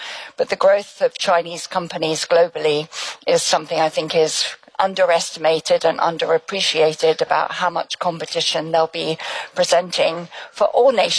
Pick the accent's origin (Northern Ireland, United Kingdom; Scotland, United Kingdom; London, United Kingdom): Scotland, United Kingdom; Well, I'm Scottish, so I tend to be more prudent than many, so I'm true to my roots there.